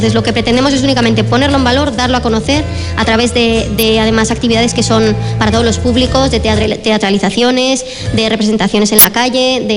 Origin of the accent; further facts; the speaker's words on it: Jaca, Aragon, Spain; todos los que somos de Jaca tenemos el sentimiento del viernes de mayo metido dentro.